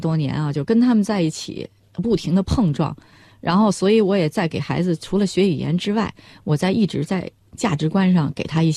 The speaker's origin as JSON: {"language": "Chinese", "country": "China", "said": "我们中国人都是心软"}